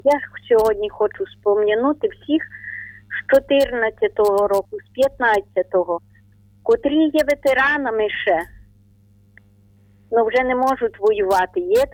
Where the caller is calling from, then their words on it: Ternopil Oblast, Ukraine; Тернопільщина.